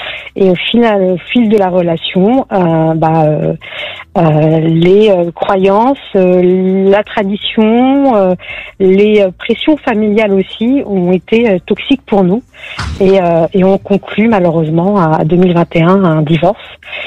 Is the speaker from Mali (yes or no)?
no; France; born there; Moi, je suis née en France, franco-marocaine, de confession musulmane.